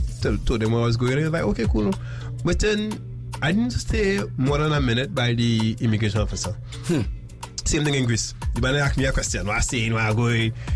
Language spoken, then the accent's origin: English; Trinidad & Tobago; as a Trinidadian